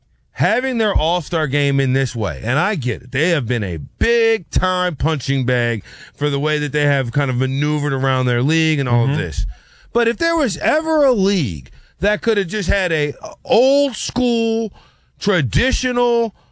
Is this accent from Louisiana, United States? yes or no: yes; New Orleans, Louisiana, United States; I grew up in New Orleans.